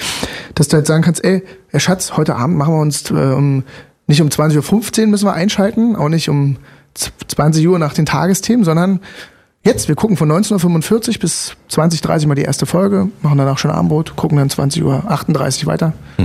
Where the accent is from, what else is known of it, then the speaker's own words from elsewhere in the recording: Germany; Und es lag halt nahe, weil Deutsch, ich bin Deutscher, ich kann mich so ausdrücken, ne?